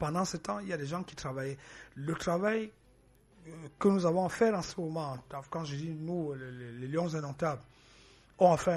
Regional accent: Cameroon; je suis Camerounais, c'est sûr. Je suis journaliste, c'est sûr.

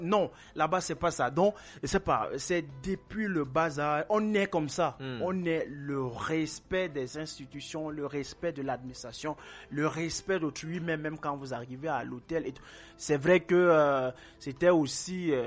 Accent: Cameroon; chez nous au Cameroun

